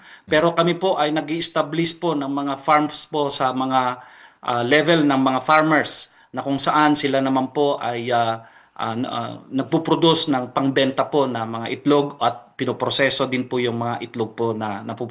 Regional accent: Ilocos Region, Philippines; from Pangasinan po kami.

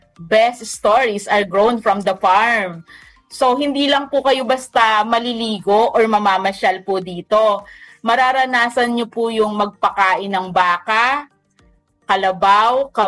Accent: Manila, Metro Manila, Philippines; taga Manila po kami

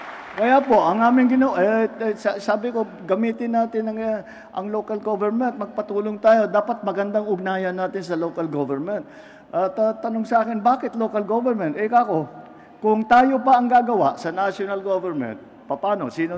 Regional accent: Ilocos Region, Philippines; Pero palapit na doon sa amin sa Ilocos Norte. Nararamdaman ko talaga ang init ng inyong salubong.

